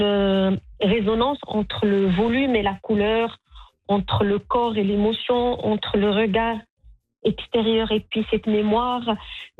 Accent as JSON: {"language": "French", "country": "Morocco", "said": "il y a lui, il est français, moi je suis marocaine."}